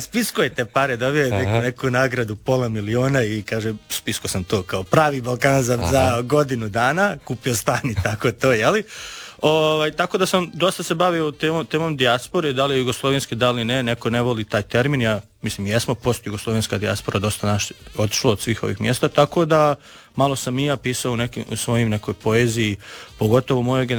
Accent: Bosnia & Herzegovina; Znači, ja sam iz Bosne, jedva sam završio osnovne studije, sada predaju tamo studentima.

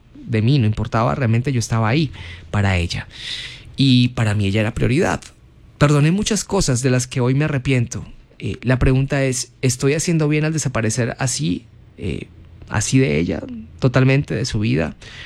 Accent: Morales, Cauca, Colombia; viajé a Cali para trabajar, ya que yo soy de Morales, Cauca.

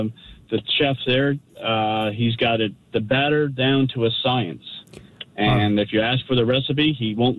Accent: Newfoundland and Labrador, Canada; now in Yarmouth, Canada; growing up in Newfoundland

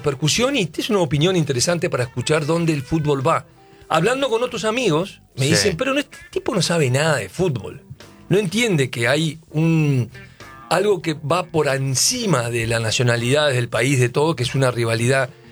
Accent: Uruguay; soy de Uruguay

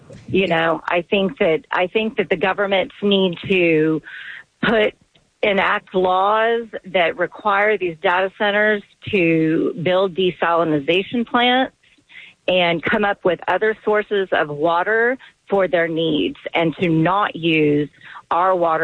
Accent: Corpus Christi, Texas, United States; now in Jacksonville, United States; I am not from Jacksonville originally. I'm from Corpus Christi, Texas

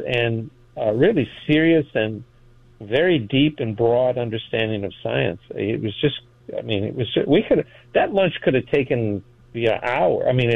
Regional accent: Los Angeles, California, United States; born there; No, look, I was born in East Los Angeles. So right off the bat, you know, I'm born on the wrong side of tracks, of the tracks in L.A., right?

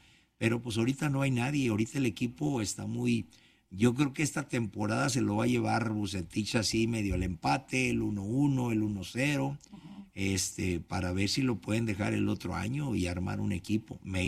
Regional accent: Morelia, Michoacán, Mexico; now in Monterrey, Mexico; Yo soy de Morelia, pero estoy enamorado de Monterrey porque me ha tratado bien. Me ha dado la oportunidad de mi familia, de vivir aquí, de estar aquí

